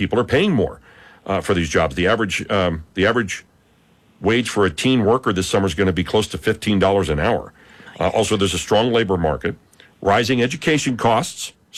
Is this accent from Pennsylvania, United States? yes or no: yes; Hershey, Pennsylvania, United States; I'll tell you, growing up in Hershey, we had summer jobs ready-made at Hershey Park.